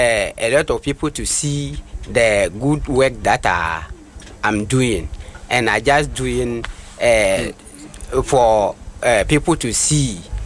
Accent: Tatale, Northern Region, Ghana; first language Konkomba; English is a second language; I came from Tatale North.

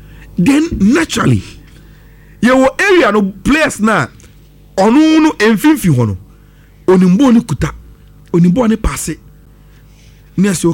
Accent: Ghana; Your instinct to say football say in your bone no no say the to your ability as Ghanaian will be up a boy

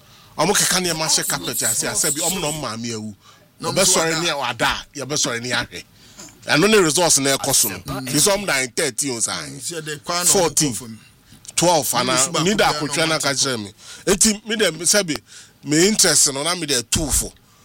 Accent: Ghana; but I only rationalize the issue as a Ghanaian

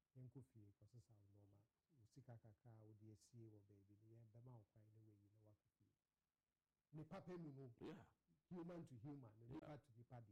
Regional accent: Ghana; Ain't no open so one prove is me a Ghana man.

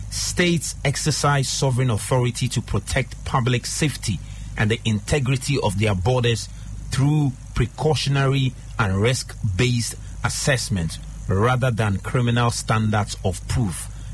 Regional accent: Ghana; I'm speaking as a Ghanaian

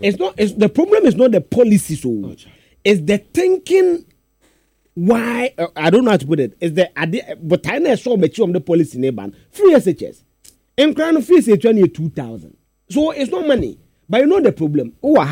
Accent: Ghana

